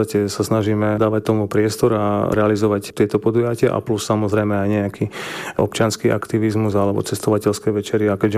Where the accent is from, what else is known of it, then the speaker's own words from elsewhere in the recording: Spiš, Slovakia; tu na u nás na Spiši